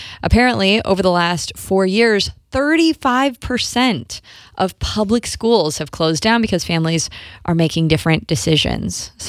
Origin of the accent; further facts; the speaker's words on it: Midwest, United States; moved away as an adult; now in Florida, United States; I grew up in the Midwest, and now our home base is here in Florida.